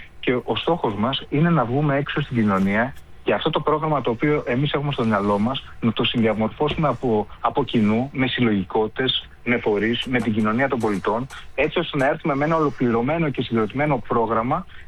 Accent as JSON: {"language": "Greek", "town": "Serres", "region": "Central Macedonia", "country": "Greece", "said": "ήμουν στη Βόρεια Ελλάδα, όπως είπατε, είμαι από Σέρες."}